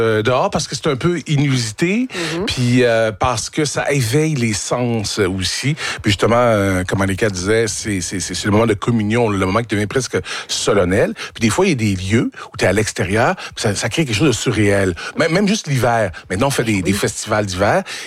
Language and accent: French; Sainte-Thècle, Quebec, Canada; Moi, j'étais à Sainte-Tech, dans un petit village de 3000 habitants.